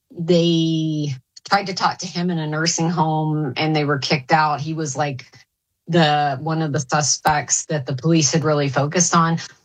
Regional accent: Arkansas, United States; also born or lived in Texas; I was born in Texas, actually, but we moved when I was a baby back to my dad's hometown in Arkansas.

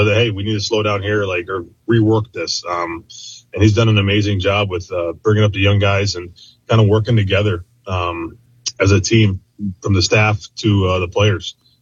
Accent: Michigan, United States; moved away as an adult; we were always outdoors hunting and all that stuff growing up in Michigan. So that's kind of my blood. But, man, being here for 7-8 years now

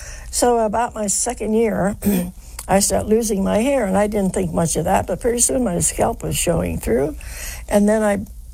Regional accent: West Virginia, United States; born there; And I said, well, I was born in West Virginia

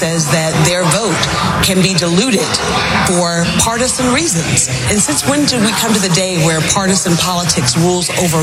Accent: Alabama, United States; I grew up in Alabama, where people fought, died, and marched for the right to vote.

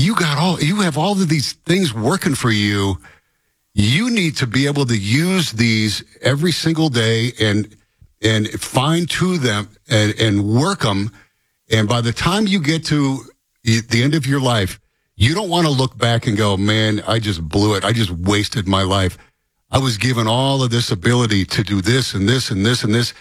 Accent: Rust Belt, United States; And I grew up in the Rust Belt, blue-collar mentality.

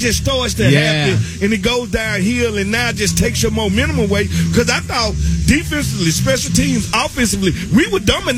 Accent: Mississippi, United States; moved away; The great part about being from Mississippi, you learn inherently how to be amphibious.

